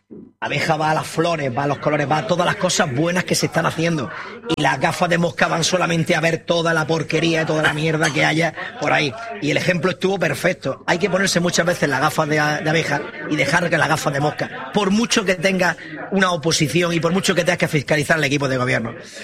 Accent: Spain; Yo soy español, yo quiero que gane España.

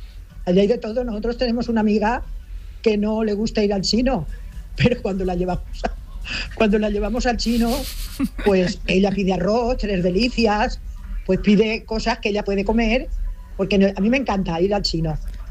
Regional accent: Gandia, Valencian Community, Spain; Elena, buenos días. … de Gandía, que ayer te mandé que me mandaras una canción y no me la pusiste.

